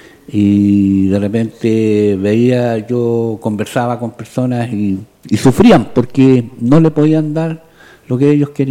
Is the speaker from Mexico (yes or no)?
no; Quillota, Valparaíso, Chile; Somos quillotanos los dos, nacido y criado acá en Quillota, cerca de población también.